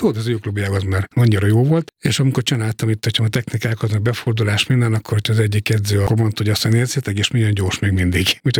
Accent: Miskolc, Borsod-Abaúj-Zemplén, Hungary; moved away as an adult; ott kezdtem meg minden, meg csak ott nőttem fel, ott éltem 20 éves koromig

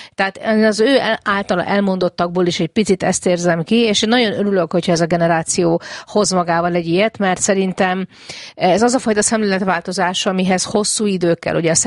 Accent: Hungary; also born or lived in United States; ahogy itt én nőttem fel

